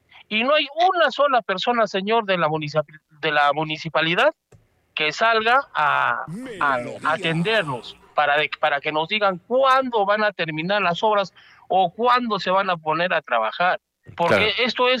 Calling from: Arequipa, Peru; Yo que vivo en Bellapampa

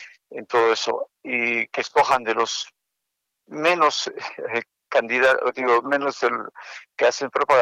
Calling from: Cayma, Arequipa, Peru; Soy un vecino de Caima.

